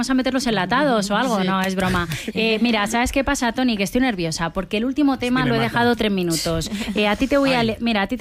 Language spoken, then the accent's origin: Spanish; Spain; A mí me duele, sí, como española